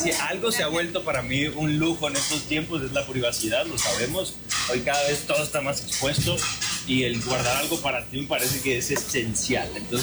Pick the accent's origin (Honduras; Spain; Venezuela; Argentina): Venezuela; now in Mexico; no olvidarnos de Venezuela, no olvidarnos de mi gente que tanto nos necesita